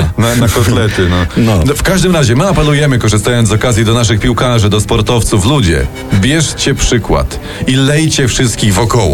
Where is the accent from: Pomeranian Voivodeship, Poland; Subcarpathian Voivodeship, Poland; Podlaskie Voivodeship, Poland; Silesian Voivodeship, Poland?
Subcarpathian Voivodeship, Poland; Rzeszów; Bo ja jestem z Rzeszowa i tak się składa, więc opowiem.